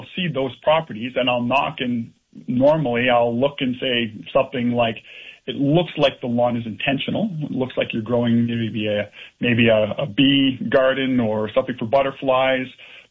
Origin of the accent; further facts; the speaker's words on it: Nova Scotia, Canada; moved away; I'm originally from Nova Scotia. I don't know if that means anything. Normally means I'm a little chattier than other folks.